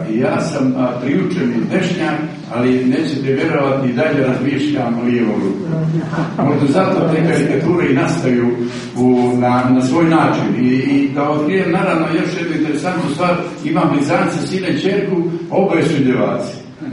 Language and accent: Serbian; Podgorica, Montenegro; also born or lived in Berane; ja sam bukvalno porastao u Podgorici, a rođen sam u Beranu.